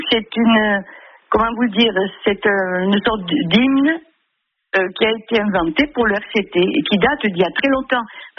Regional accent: Occitanie, France; now in Toulon, France; Je suis originaire de l'Hérault, mais j'ai atterri à 70. Parce que mon mari était marin.

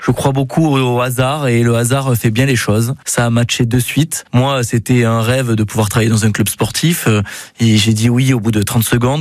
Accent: Mende, Occitanie, France; moved away; Je suis né à Mende et j'ai vécu sur le Cosse-Méjean.

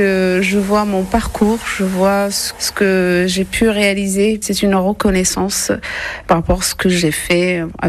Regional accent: El Jadida, Casablanca-Settat, Morocco; moved away as an adult; now in France; J'ai grandi au Maroc dans une petite ville à 80 km de Casablanca qui s'appelle El Jadida. C'est une ville de pêcheurs au bord de la mer.

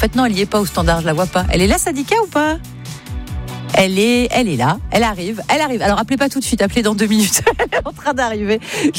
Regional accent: France; Je sais que les fans de musique, évidemment, on est pour les Bleus, on est français, mais on aime bien les Anglais

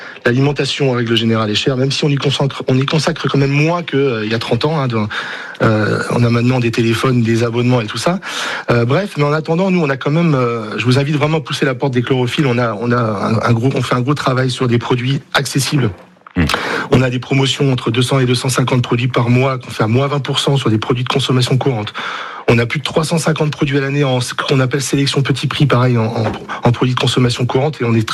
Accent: Nantes, Pays de la Loire, France; En même temps on est nantais, on a envie de rester nantais.

